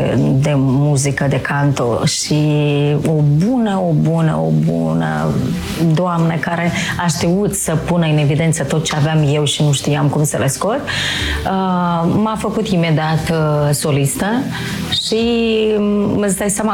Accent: Pelinia, Drochia District, Moldova; born or raised there

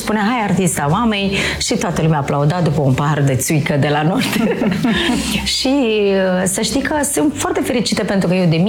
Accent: Pelinia, Drochia District, Moldova; born or raised there

